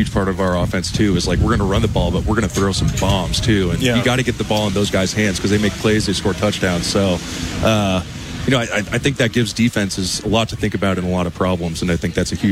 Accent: Milwaukie, Oregon, United States; It's just a suburb in Portland, but yeah, good old Milwaukee, Oregon.

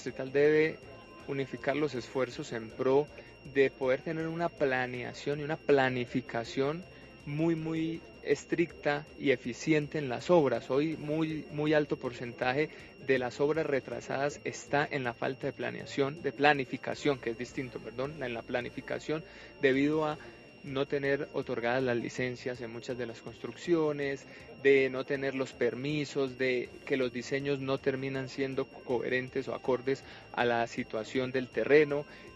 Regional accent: Tumaco, Nariño, Colombia; now in Bogotá, Colombia; incluso para nosotros los provincianos, yo que soy de Tumaco.

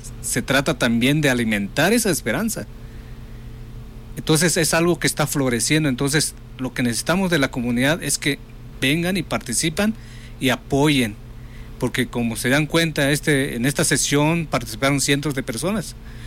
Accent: Guatemala; moved away; Yo soy de Guatemala

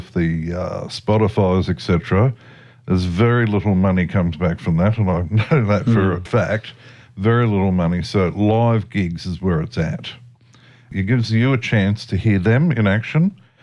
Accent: Sydney, New South Wales, Australia; I mean, obviously I'm older than you, and I came from Sydney initially.

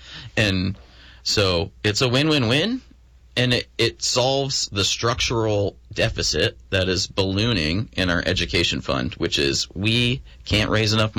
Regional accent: Essex Junction, Vermont, United States; born or raised there

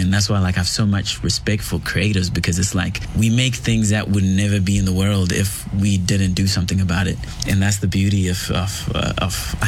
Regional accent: New Zealand; also born or lived in Zimbabwe / Canada; I was born in Zimbabwe. I grew up here in New Zealand and in Canada and in lots of different places at the same time.

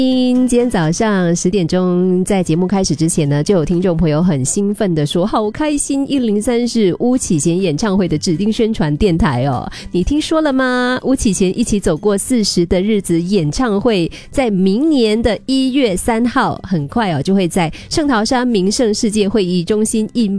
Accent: Singapore; 更是属于我们新加坡人的很多朋友的青春的回忆跟聚会哦

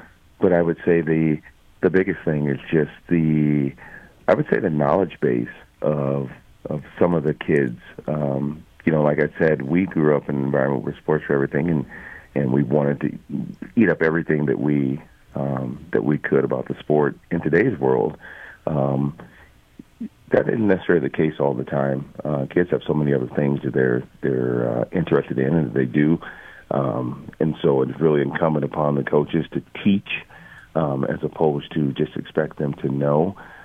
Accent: Aurora, Colorado, United States; I'm originally from Aurora, Colorado.

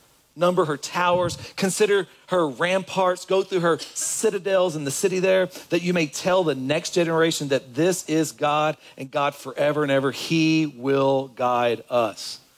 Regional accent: Kentucky, United States; Hey, I'm from Kentucky.

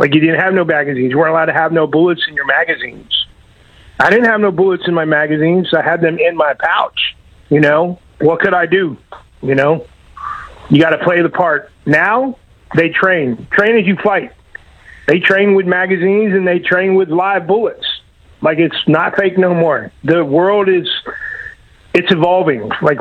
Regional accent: Pennsylvania, United States

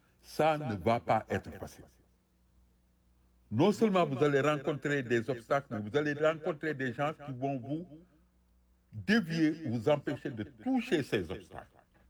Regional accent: Senegal; Nous avons dit qu'il n'y a pas de djek, parce que nous sommes des Sénégalais et nous aimons tous ce pays.

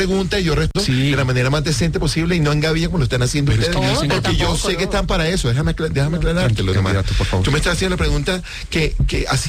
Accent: Barranquilla, Atlántico, Colombia; Y soy un colombiano, y soy barranquillero.

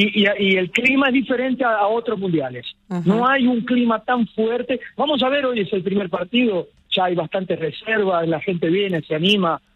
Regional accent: Argentina; la gente viene a provocarme por causa de que soy argentino.

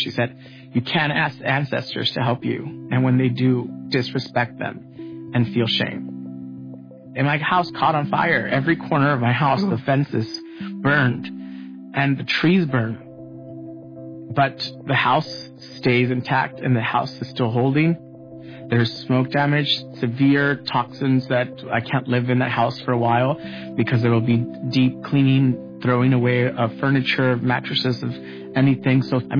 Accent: Los Angeles, California, United States; My parents are from Michoacán. My dad was from Saguayo. I was born in Los Angeles. I grew up in SGV in San Gabriel Valley.

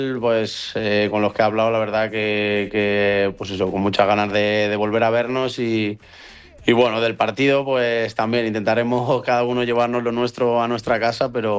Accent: Madrid, Community of Madrid, Spain; born or raised there

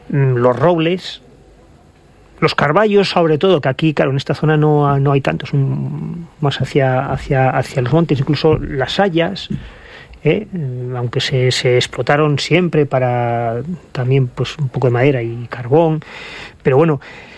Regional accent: Asturias, Spain; ya sabes que yo soy asturiano

